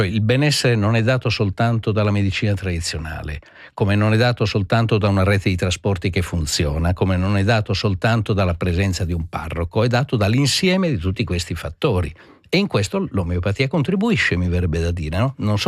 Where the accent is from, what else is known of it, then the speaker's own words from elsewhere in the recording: Sardinia, Italy; moved away; io vengo dall'Italia, dove ci sono, dalla Sardegna in particolare